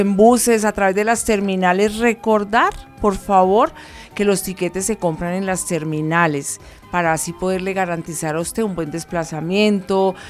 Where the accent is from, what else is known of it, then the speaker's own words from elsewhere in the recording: Huila, Colombia; born there; now in Antioquia, Colombia; mi tierra dorada, mi Huila, la tierra que me vio nacer